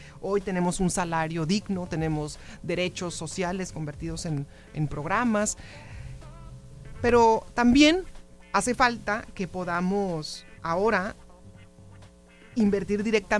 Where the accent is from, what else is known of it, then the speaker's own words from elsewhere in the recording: Mexicali, Baja California, Mexico; Soy 100% cachanilla, nacida aquí en Mexicali, Baja California. Estudié aquí, he crecido aquí toda mi vida.